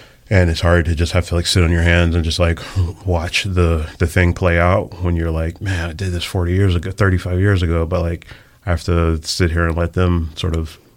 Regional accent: the Carolinas, United States; I'm black. My wife's white. We're both from the Carolinas.

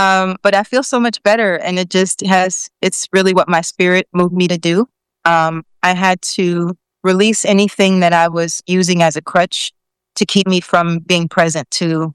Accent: Chicago, Illinois, United States; I did live in all these other neighborhoods, but now I'm back on the south side. I live here in Bronzeville. This is where my business is. And but I grew up in Hyde Park and also further south.

